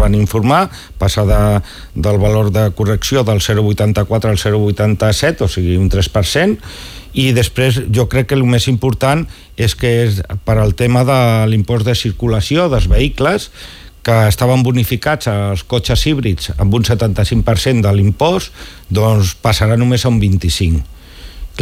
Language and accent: Catalan; Catalonia, Spain; per mi que sóc català